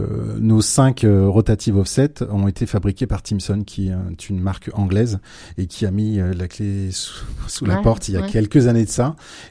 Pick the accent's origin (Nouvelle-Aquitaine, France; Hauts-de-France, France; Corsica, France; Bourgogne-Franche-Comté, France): Hauts-de-France, France; Je pense que je viens de l'Oise. Hein, le week-end, ma maison est sur Amiens, mais je découvre l'Orne semaine après semaine depuis 7 mois.